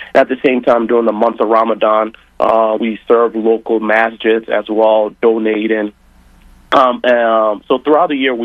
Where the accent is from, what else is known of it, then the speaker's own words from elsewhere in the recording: United States; I'm Muslim, but I'm American, right? I love this country. I serve in the military for this country.